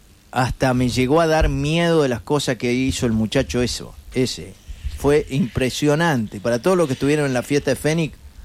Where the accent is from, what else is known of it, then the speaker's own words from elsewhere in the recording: Argentina; viva Argentina, viva, somos Argentina, somos lo mejor que hay.